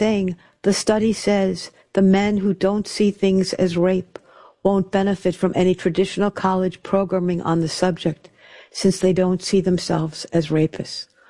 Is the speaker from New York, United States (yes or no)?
yes; New York, United States; now in New Hampshire, United States; I'm really proud that I'm from New York. My grandmother came off the boat from Norway, and my mother's father came off the boat from Italy.